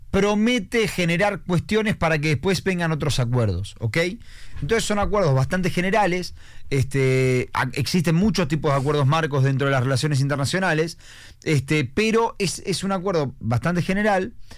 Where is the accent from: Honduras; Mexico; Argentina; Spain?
Argentina; uno lo siente esto como un argentino